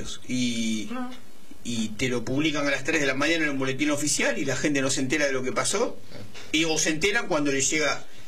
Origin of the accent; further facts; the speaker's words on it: Quilmes, Buenos Aires Province, Argentina; a todos los que somos de Quilmes, Berazategui y Varela